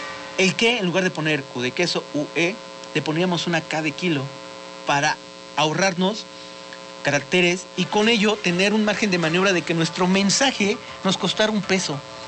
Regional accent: Puebla, Mexico; nosotros como poblanos

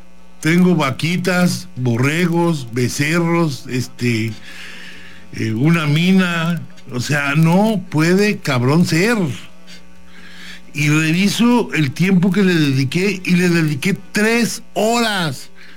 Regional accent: Mexico; Somos gente, el mexicano es gente

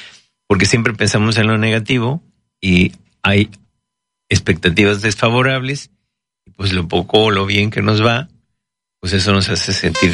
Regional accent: Mexico

